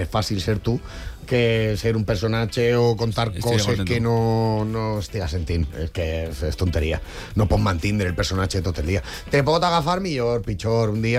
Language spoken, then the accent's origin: Catalan; Valencia, Valencian Community, Spain; soc de Torrefiel, soc més de barri que els columpios.